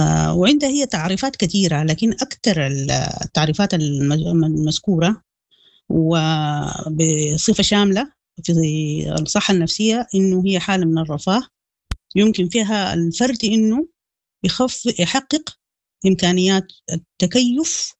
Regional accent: Sudan; نحن كسودانيين

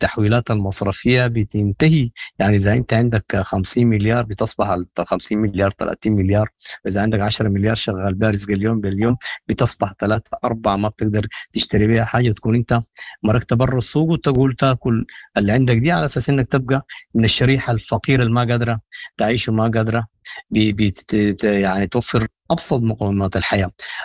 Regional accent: Sudan; نحن يعني كسودانيين إلى متى تستمر هذه المعاناة

